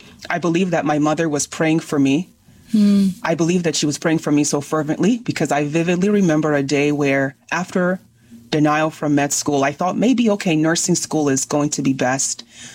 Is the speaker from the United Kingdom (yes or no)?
no; Nigeria; accent: Nigerian; now in United States; I am Nigerian by origin and very proud of my Nigerian heritage.